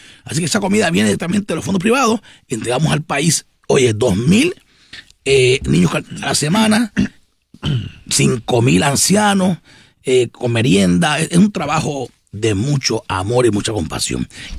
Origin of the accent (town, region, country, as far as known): Puerto Rico